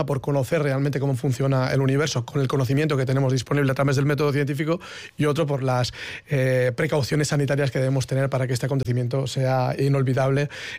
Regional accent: Karrantza, Basque Country, Spain; yo soy de Carranza

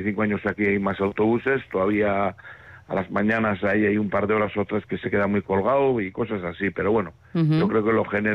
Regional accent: Asteasu, Basque Country, Spain; las 12 todos somos de Asteasu, nacidos y vamos, que nos hemos crecido aquí, hemos hecho todo aquí. Y el hecho ese yo creo que es muy importante. En mi caso, claro, yo soy de aquí y vivo aquí.

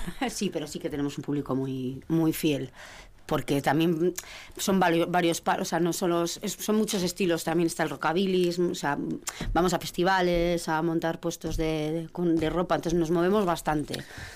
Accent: Vitoria-Gasteiz, Basque Country, Spain; moved away as an adult; also born or lived in Madrid; me tuve que volver a Vitoria, que es mi ciudad natal.

